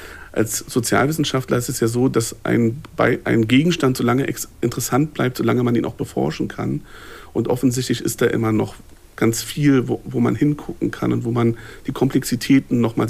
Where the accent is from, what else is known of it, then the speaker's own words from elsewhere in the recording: Berlin, Germany; Ich als gebürtiger Berliner